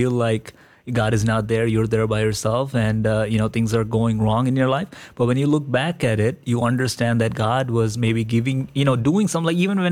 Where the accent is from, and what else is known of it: Kerala, India; born or raised there